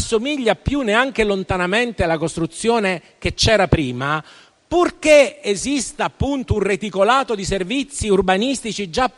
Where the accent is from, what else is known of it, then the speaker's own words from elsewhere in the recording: Milan, Lombardy, Italy; io da milanese